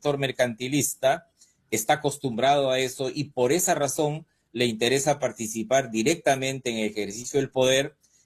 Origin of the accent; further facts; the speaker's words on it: Huánuco, Peru; en el Alto Gualiaga y Huánuco, que es de donde yo vengo.